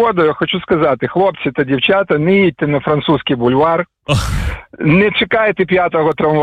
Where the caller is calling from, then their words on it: Odesa, Odesa Oblast, Ukraine